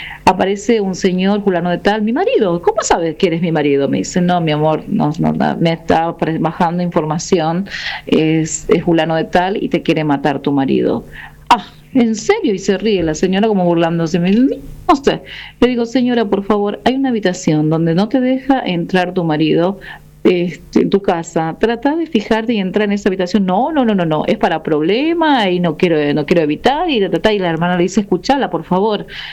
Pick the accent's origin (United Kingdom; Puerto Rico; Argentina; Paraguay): Paraguay; Roque González de Santa Cruz, Paraguarí; born there; accent: Paraguayan, Guarani-influenced; moved away; Sí, yo soy paraguaya, nacida en Roque González de Santa Cruz. Después de Carapeguá viene Roque González.